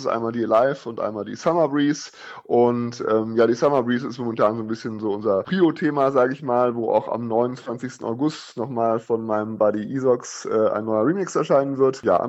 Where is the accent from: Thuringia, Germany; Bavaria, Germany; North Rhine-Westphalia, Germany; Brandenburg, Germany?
North Rhine-Westphalia, Germany; in meiner Heimatregion OWL